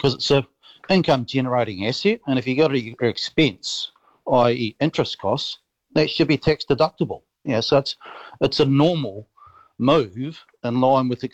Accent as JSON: {"language": "English", "country": "New Zealand", "said": "I'm a New Zealander. I want New Zealand to do well economically and socially."}